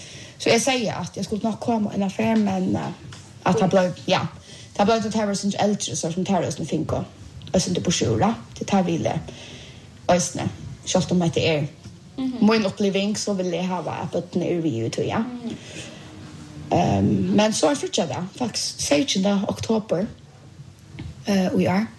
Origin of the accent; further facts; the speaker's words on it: Bulgaria; Swedish is a second language; Och jag är från Bulgaria, faktiskt bara vi här som är ifrån.